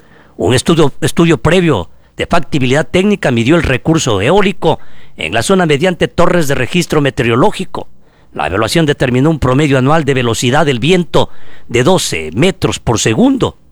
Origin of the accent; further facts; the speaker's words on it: Zamora-Chinchipe, Ecuador; como el café de mi tierra, café de Chinchipe